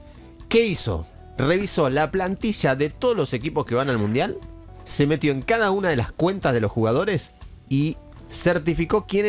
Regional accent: Argentina

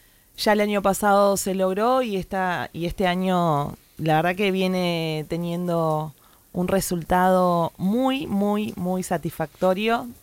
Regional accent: Argentina; los argentinos somos los mejores del mundo.

